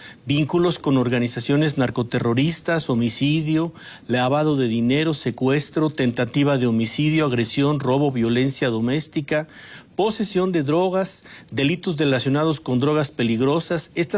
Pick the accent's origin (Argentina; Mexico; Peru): Mexico; No, Ciro, tampoco tengo doble nacionalidad. Entonces, yo solamente soy mexicano.